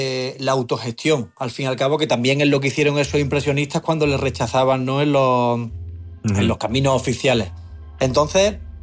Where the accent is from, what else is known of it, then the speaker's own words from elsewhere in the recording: Córdoba, Andalusia, Spain; porque Manu es de aquí, yo soy de Córdoba.